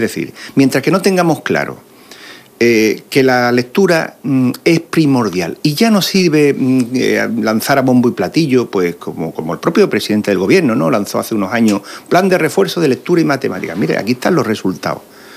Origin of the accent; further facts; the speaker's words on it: Andalusia, Spain; moved away; igual que los centros de mi tierra, ¿no?, de origen, de Andalucía